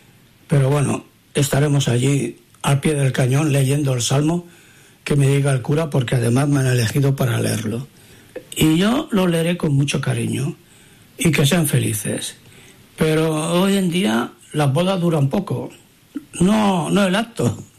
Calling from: Barcelona, Catalonia, Spain; de Barcelona.

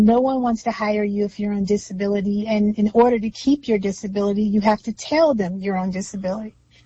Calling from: Georgia, United States; I'm calling, unfortunately, from Georgia.

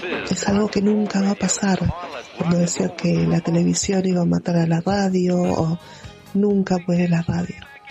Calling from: Buenos Aires, Argentina; de Floresta.

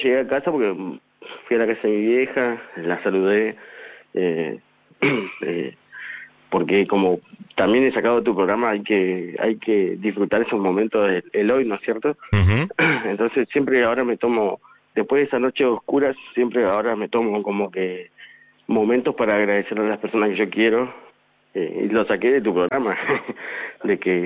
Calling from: Paraná, Entre Ríos, Argentina; Yo soy de Paraná

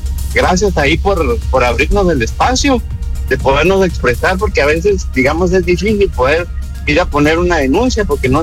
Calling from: Guatemala; nosotros como guatemaltecos

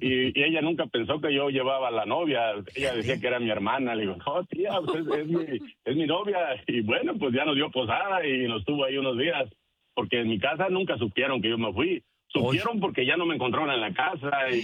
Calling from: Autlán de la Grana, Jalisco, Mexico; Somos de allá de Jalisco, de un pueblo que se llama Autlán de la Grana, Jalisco.

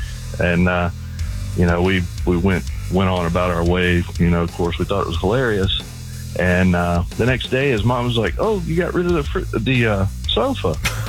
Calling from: Loganville, Georgia, United States; in Loganville.

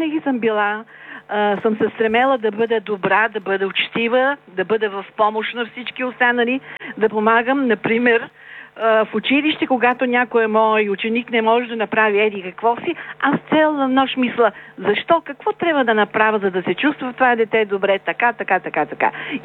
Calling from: Sofia, Sofia City, Bulgaria; от София.

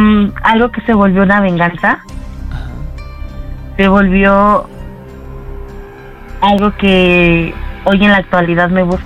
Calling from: Coyoacán, Mexico City, Mexico; 28 y aquí de Coyoacán.

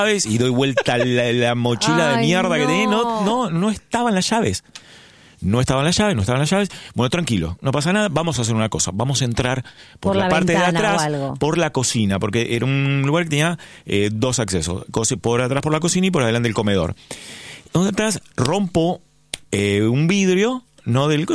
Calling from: Buenos Aires, Argentina; de San Telmo.

